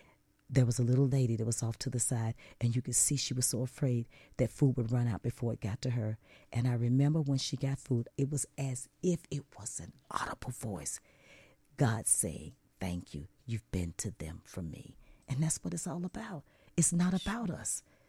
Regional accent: the South, United States; I was raised in the South in America, in the U.S.

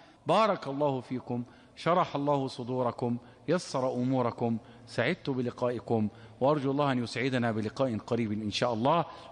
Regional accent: Egypt; عندنا في مصر

